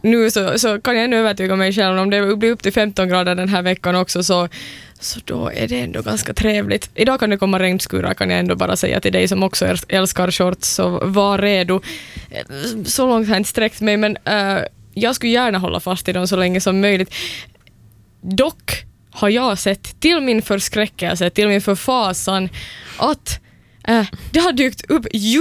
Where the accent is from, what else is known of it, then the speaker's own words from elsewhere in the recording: Southwest Finland, Finland; Vi är alla åbolänningar här